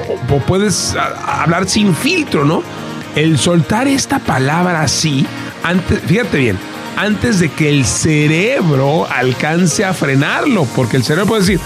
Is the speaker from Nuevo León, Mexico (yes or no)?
yes; Monterrey, Nuevo León, Mexico; Yo soy de Monterrey, los de Monterrey sí hablamos.